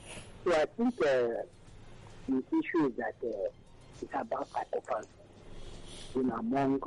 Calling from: Abaranje, Lagos, Nigeria; I'm calling from Abaranje in Ikoton.

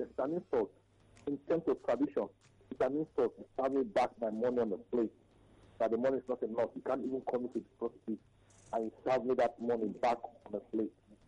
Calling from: Warri, Delta, Nigeria

